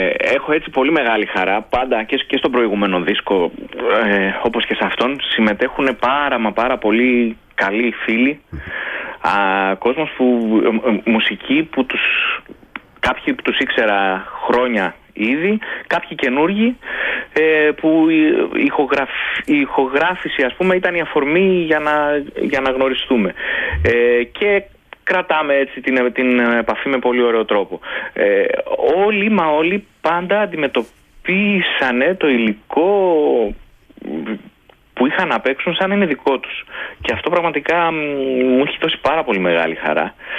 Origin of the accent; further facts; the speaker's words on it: Langadas, Central Macedonia, Greece; now in Athens, Greece; τα τελευταία χρόνια να ζω στην Αθήνα λόγω της δουλειάς ας πούμε, αλλά η καταγωγή μου είναι από το Λαγκαδά της Θεσσαλονίκης